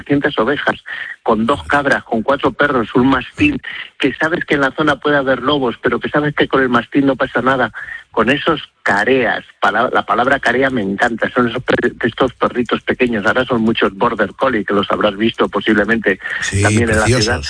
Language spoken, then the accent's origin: Spanish; Castile and León, Spain; also born or lived in Madrid; ¿cómo no lo voy a conocer si es mi tierra? Si es que yo me crié tirando cantos a los del Polo de Arriba, a los de Navasequilla, y los de la Lastra me tiraban cantos a mí